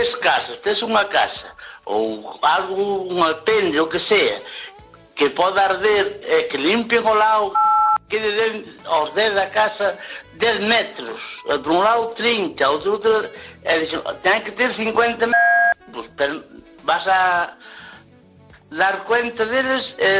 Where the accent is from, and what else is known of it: Lugo, Galicia, Spain